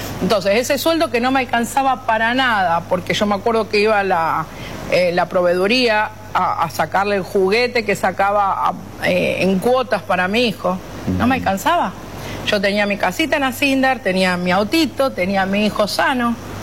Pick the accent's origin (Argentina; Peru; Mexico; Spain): Argentina; Rosario, Santa Fe; moved away as an adult; now in United States; Porque era un aprendizaje, era algo que había venido yo a probar a Estados Unidos, cosas que no hacía allá. Yo no iba a ir a limpiar un baño en Rosario, porque ya tenía mi trabajo.